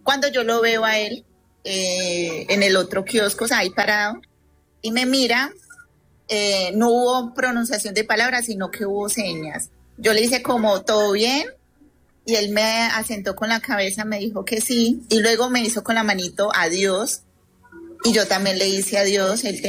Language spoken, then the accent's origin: Spanish; Tuluá, Valle del Cauca, Colombia; Bueno, yo desde niña, yo soy de Tuluá Valle.